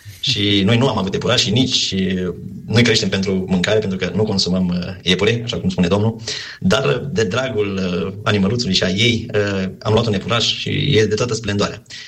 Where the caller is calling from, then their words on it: Vrancea County, Romania; eu sunt din Vrancea și suntem la 40 de kilometri de Focșani